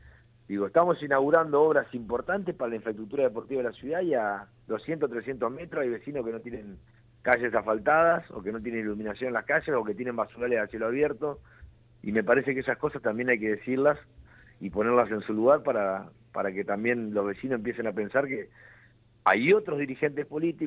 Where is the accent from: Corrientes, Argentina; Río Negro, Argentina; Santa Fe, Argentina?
Santa Fe, Argentina; soy santafesino, sí, sí. Vivo acá y creo que que la ciudad de Santa Fe